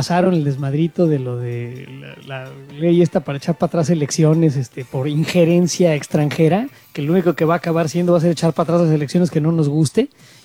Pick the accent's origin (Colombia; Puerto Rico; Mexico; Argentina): Mexico; porque soy mexicano y llevo 57 años en esta tierra